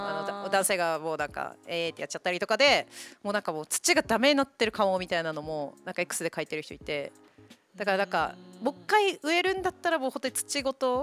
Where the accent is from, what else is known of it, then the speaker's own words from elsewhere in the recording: Okinawa, Japan; 私は沖縄市の人間なんで